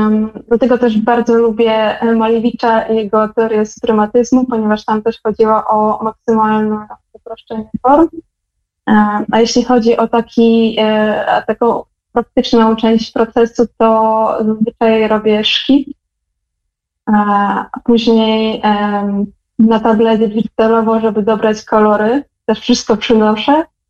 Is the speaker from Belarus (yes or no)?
yes; Belarus; moved away; po tym, jak dorastałam na Białorusi.